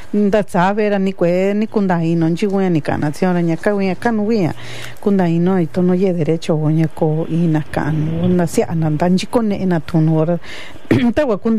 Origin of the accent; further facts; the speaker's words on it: Oaxaca, Mexico; now in Arvin, United States; nosotros que somos de Oaxaca, pues hablamos una variedad de idiomas originarias, y pues los que hablamos puro español, que no hablamos también el inglés o viceversa